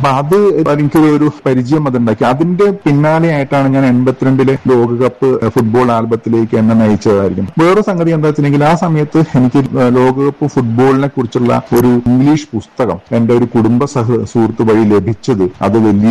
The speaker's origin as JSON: {"language": "Malayalam", "town": "Kozhikode", "region": "Kerala", "country": "India", "said": "ഞാൻ കോഴിക്കോട്ടുകാരനാണ്."}